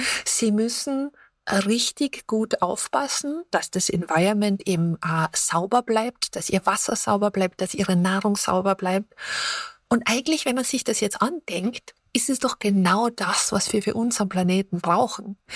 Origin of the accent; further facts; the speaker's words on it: Austria; moved away; ich bin ja aus Österreich